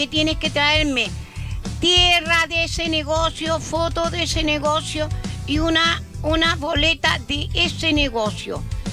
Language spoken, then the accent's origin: Spanish; Chile; yo les recuerdo que como buenos chilenos siempre estamos en la ciudad de Cauquenes